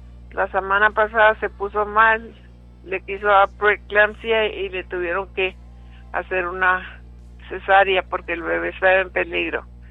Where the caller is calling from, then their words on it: Del Rio, Texas, United States; De Del Río.